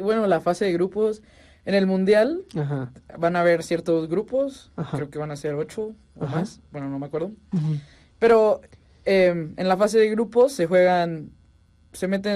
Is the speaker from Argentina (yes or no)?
no; El Salvador